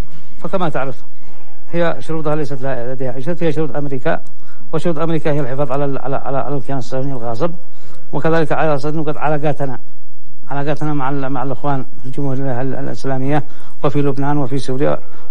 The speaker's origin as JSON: {"language": "Arabic", "country": "Yemen", "said": "أنا كشعب يمني"}